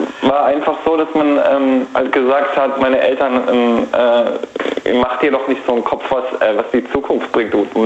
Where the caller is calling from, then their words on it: Heidelberg, Baden-Württemberg, Germany; Ich komme aus dem Heidelberger Raum.